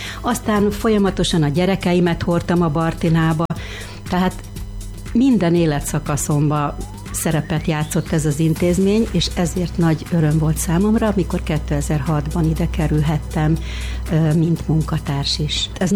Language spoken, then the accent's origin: Hungarian; Szekszárd, Tolna, Hungary; also born or lived in Majos; Első pár évemtől eltekintve tulajdonképpen én szekszárdi vagyok. Nem itt születtem, mert édesapám ugye Majoson kezdett tanítani, tehát én abban az években születtem, amikor ők ott tanítottak. De az én életem Szekszárdhoz kötődik, tehát itt jártam iskolába, általános iskola, gimnázium